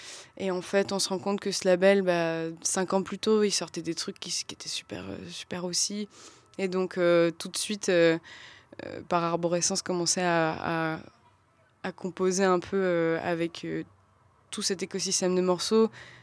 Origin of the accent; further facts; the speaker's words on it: Toulouse, Occitanie, France; moi je viens de Toulouse et à Toulouse il y a eu une très très grosse importation de la musique UK